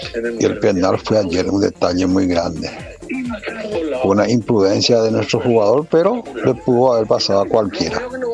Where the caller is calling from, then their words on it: Paraguay; yo como paraguayo